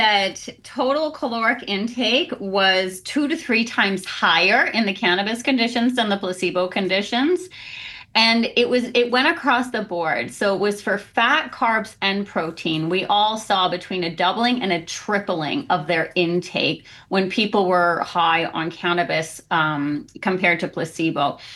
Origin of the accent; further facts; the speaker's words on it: Canada; moved away as an adult; now in Washington, United States; I'm Canadian originally